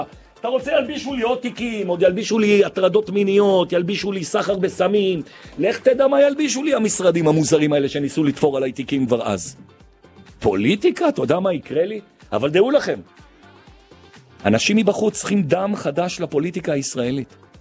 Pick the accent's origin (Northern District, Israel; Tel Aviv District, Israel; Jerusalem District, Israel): Jerusalem District, Israel; Jerusalem; א', כי אני ירושלמי, ב', אני מרגיש 30 ומשהו שנה כשופר של העיר ירושלים